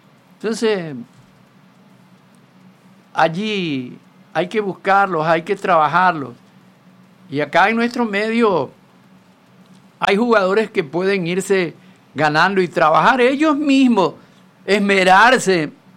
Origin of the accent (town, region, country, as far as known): Ecuador